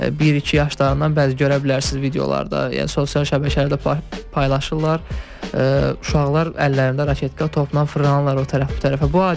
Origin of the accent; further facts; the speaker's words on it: Shabran District, Azerbaijan; öz doğma rayonum Şabran rayonu, məsələn, mən Şabranlıyam